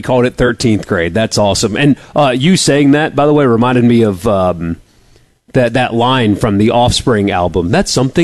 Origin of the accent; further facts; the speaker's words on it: United States; Yeah, because I'm an American.